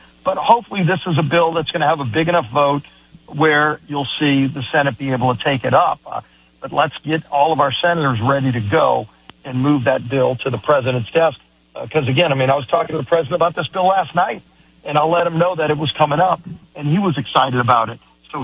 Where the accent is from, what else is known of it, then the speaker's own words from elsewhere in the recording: New Orleans, Louisiana, United States; look, I come from New Orleans. When Hurricane Katrina hit, everything, you know, you had power out for 3 weeks.